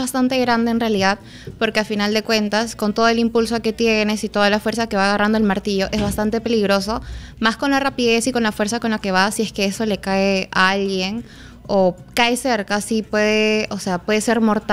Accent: Trujillo, La Libertad, Peru; yo soy de Trujillo y allá no habían martillos de mi categoría en realidad. No había martillos, no había jaula, no había nada.

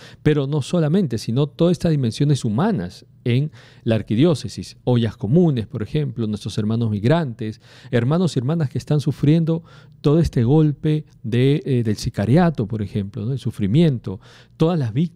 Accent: Lima, Peru; somos así los peruanos, limeños, limeñas

